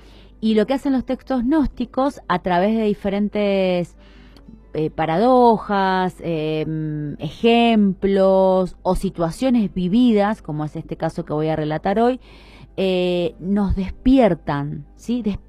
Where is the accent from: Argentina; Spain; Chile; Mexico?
Argentina; somos todos argentinos